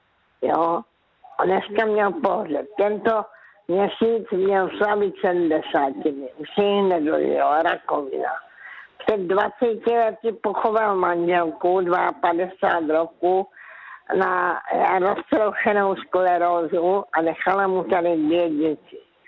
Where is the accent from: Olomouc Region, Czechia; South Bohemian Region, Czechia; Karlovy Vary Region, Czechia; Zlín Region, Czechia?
Zlín Region, Czechia; Karolinka; protože já jsem se narodila v Karolince, to byla vesnice, když jsem se já narodila